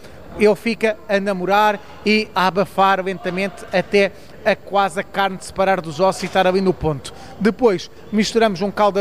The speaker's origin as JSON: {"language": "Portuguese", "country": "Portugal", "said": "eu adoro carne, mas um bom peixe, enquanto português, também nos está muito ligado à nossa identidade."}